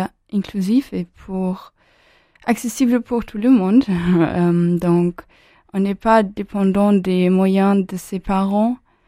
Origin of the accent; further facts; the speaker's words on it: Germany; French is a second language; moved away as an adult; now in Grenoble, France; je viens d'Allemagne et j'ai 19 ans. Et moi, je suis venue à Grenoble après mon bac